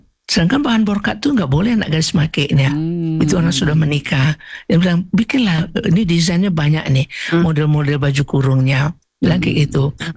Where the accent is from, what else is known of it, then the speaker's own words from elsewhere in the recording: West Sumatra, Indonesia; Kalau kita Minang gak pakai batik di bawah.